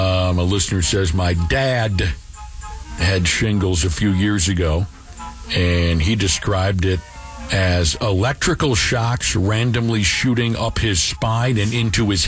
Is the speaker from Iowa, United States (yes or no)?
no; Wayzata, Minnesota, United States; I'm from the Twin Cities. You have to understand, if I was from north of 694, I probably would have more knowledge on herpes.